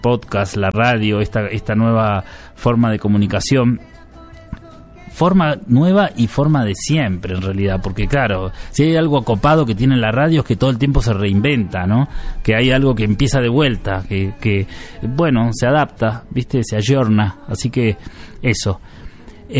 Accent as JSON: {"language": "Spanish", "region": "Buenos Aires", "country": "Argentina", "said": "para los que somos de Buenos Aires."}